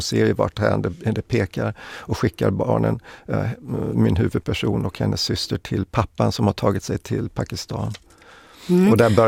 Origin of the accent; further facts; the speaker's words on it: Sweden; born there; Ja, min far är ju grek, jag är född i Sverige, jag har en österrikisk mor.